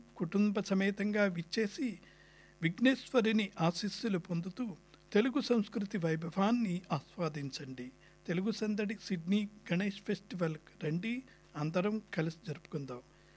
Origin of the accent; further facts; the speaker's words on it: Andhra Pradesh, India; మాది పశ్చిమ గోదావరి జిల్లా వాణి వాళ్ళది, గుంటూరు జిల్లా అక్కడ చేసే పద్ధతి వేరుగా ఉంటుంది. మా ఊర్లో చేసే గోంగూర పచ్చడి చాలా చక్కగా ఫ్రెష్గా అక్కడ